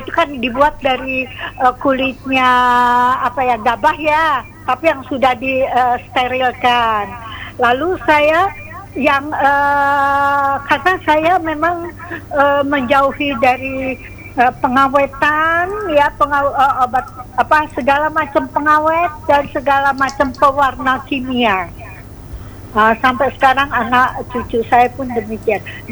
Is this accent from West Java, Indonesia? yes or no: yes; Lembang, West Java, Indonesia; now in Cirebon, Indonesia